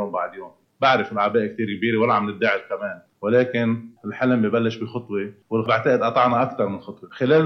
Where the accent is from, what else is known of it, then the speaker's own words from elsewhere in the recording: Lebanon; يمكن أنا كلبناني وكطبيب